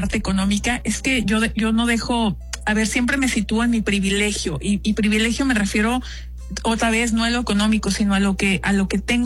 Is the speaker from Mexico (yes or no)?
yes; Mexico; moved away as an adult; now in Spain; De esa prisa que como mexicano digo, tengo que producir y ganar.